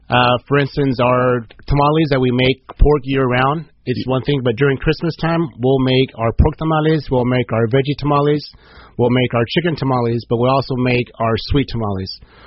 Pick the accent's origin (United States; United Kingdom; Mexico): Mexico; Jalisco; moved away; I'm from Jalisco